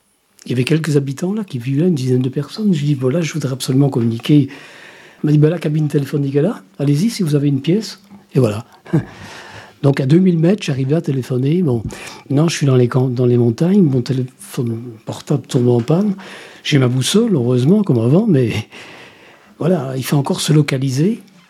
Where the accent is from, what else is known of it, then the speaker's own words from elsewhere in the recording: Wallonia, Belgium; moved away; je suis originaire des Ardennes belges. Donc c'est une région, voilà, je ne dis pas montagneuse, mais de collines, de rivières sauvages, de cerfs, de biches, de sangliers.